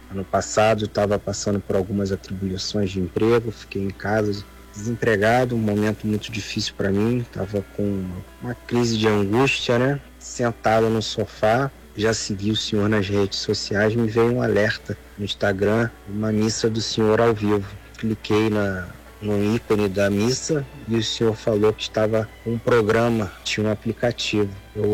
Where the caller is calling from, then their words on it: Petrópolis, Rio de Janeiro, Brazil; sou de Petrópolis, Rio de Janeiro.